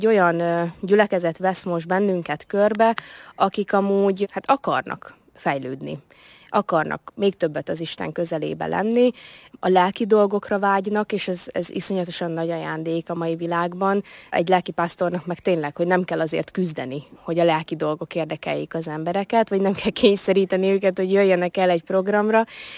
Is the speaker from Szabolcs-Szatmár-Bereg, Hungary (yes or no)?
yes; Szabolcs-Szatmár-Bereg, Hungary; Én szabolcsi gyerek vagyok, tehát Borsodba jönni nekem érdekes volt megtapasztalni azt, hogy egyébként tényleg másak az emberek.